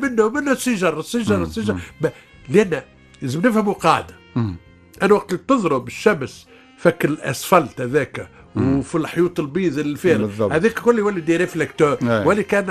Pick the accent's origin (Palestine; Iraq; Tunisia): Tunisia